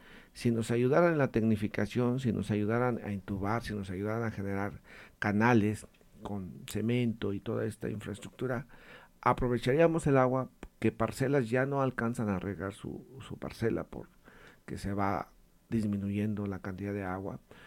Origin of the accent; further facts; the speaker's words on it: Michoacán, Mexico; born there; Yo nací aquí en Michoacán, soy el más chico de los 8. Y desde muy temprana edad me tocó irme a estudiar a Morelia, a la prepa, en el 93.